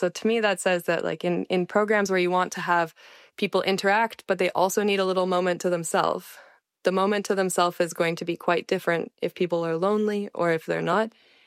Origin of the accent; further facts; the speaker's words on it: Canada; And I said, "Hi … I'm from Canada."